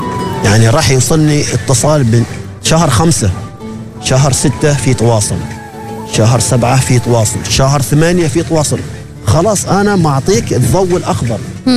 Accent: Salalah, Dhofar, Oman; ترى أنا من صلالة

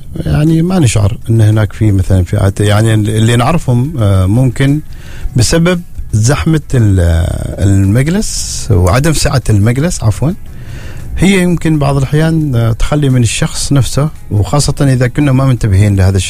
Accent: Oman; هذه من شيمة العماني هكذا تربيتنا كذا نحن كعمانيين نشأتنا هكذا يعني

